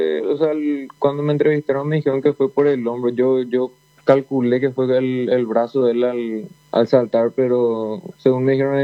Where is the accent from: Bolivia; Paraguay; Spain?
Paraguay; Mariano Roque Alonso, Central; Sí, de Mariano, así mismo.